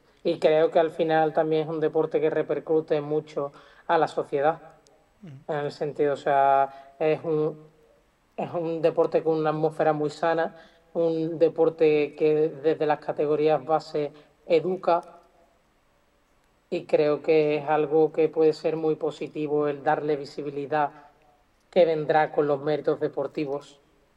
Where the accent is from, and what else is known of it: Jerez de la Frontera, Andalusia, Spain